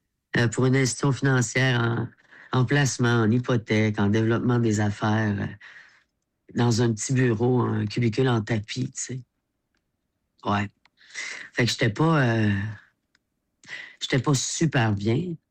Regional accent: Saguenay, Quebec, Canada; Moi, je viens du Saguenay.

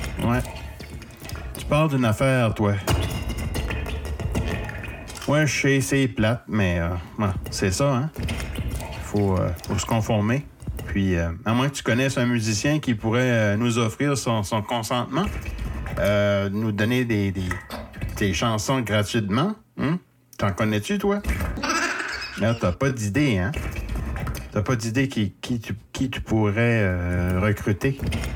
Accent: Shippagan, New Brunswick, Canada; moved away; Chipagan, dans ma région natale, la péninsule acadienne. Oui, Chipagan, c'est ma ville natale. La péninsule acadienne, ben, elle est située dans le nord-est du Nouveau-Brunswick

